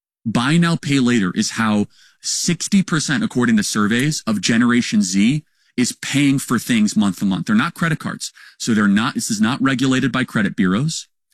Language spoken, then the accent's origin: English; Chicago, Illinois, United States; I grew up in Chicago.